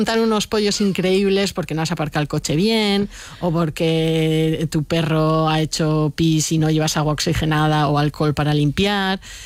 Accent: Alicante, Valencian Community, Spain; Yo creo que primero porque soy de Alicante, porque no vivo en Madrid

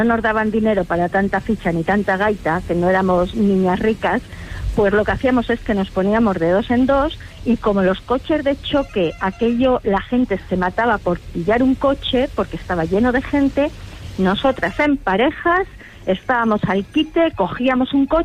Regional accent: Béjar, Castile and León, Spain; soy de Béjar, en la provincia de Salamanca

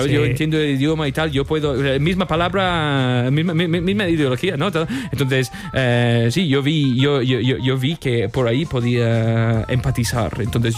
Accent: Spain; yo soy bastante español, pero tengo esto

